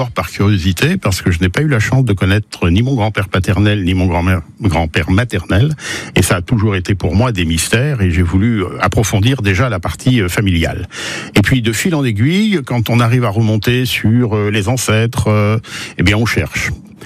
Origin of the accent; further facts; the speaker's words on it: Le Mans, Pays de la Loire, France; born there; je suis né au Mans il y a maintenant 67 ans, marié, deux enfants